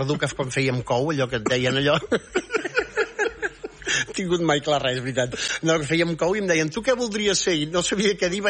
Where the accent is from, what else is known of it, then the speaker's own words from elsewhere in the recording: Catalonia, Spain; nosaltres som de Barcelona, però tocant a Girona.